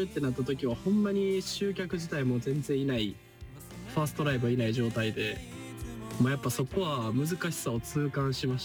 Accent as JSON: {"language": "Japanese", "region": "Osaka", "country": "Japan", "tie": "born or raised there", "moved": "yes", "lives_now": "Tokyo, Japan", "said": "大阪出身のシンガーソングライターで、今は24歳になりました。"}